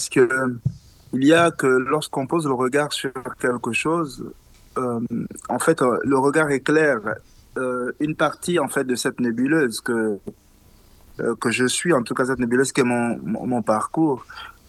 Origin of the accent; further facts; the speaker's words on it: Mouila, Ngounié, Gabon; moved away as an adult; also born or lived in Libreville, Gabon; now in France; Quand on sait que je viens du Gabon, quand on sait que je suis né Pounou mais que je parle français, quand on sait que je suis né là-bas mais que je vis ici